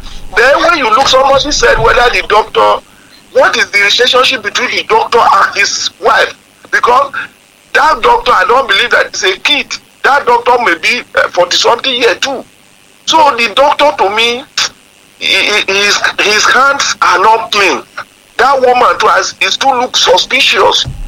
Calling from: Olodo, Oyo, Nigeria; I'm calling from Olodo.

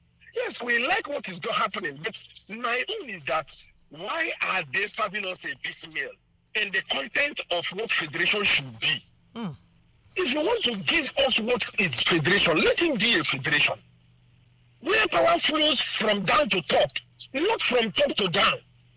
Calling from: Enugu, Enugu State, Nigeria; I come from Enugu.

